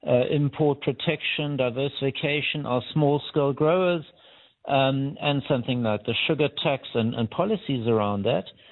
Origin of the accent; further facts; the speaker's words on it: South Africa; that's I guess the problem that we have as South African growers